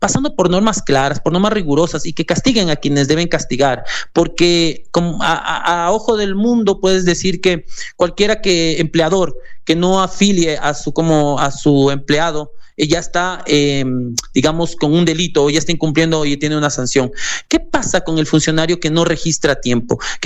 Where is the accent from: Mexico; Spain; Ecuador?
Ecuador; Que mientras nosotros como ecuatorianos entendamos que servir de caudillos o hacer normas que sirvan simplemente a gobiernos de turno, jamás en la vida va a progresar este país.